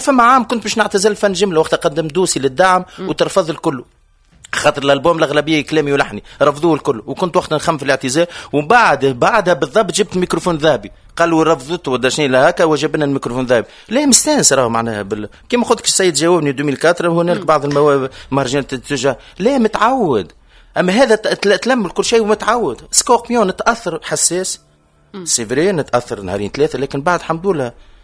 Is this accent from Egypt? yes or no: no; Tunisia; انا فنان تونسي ونحب بلادي